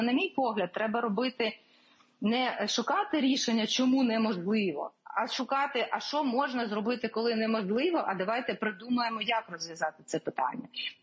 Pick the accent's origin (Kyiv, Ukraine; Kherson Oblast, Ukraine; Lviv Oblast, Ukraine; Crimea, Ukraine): Kyiv, Ukraine; я як архітектор, як киянка, як українка, я просто чую просто про перекладання відповідальності